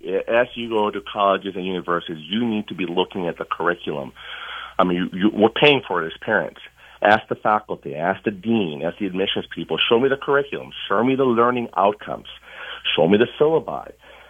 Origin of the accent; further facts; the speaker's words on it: Rochester, New York, United States; moved away as an adult; I grew up in Rochester, New York.